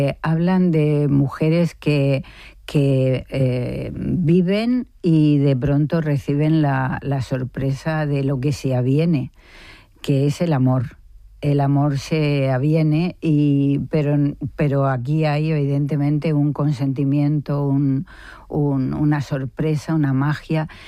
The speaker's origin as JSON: {"language": "Spanish", "town": "Albacete", "region": "Castilla-La Mancha", "country": "Spain", "moved": "yes", "said": "Bueno, soy de Albacete, como mi madre … pero la verdad es que ya mis raíces están aquí."}